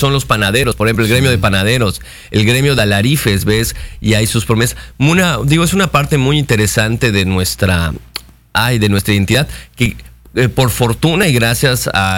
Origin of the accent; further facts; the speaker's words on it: Mérida, Yucatán, Mexico; nosotros como, digamos, yucatecos, como meridanos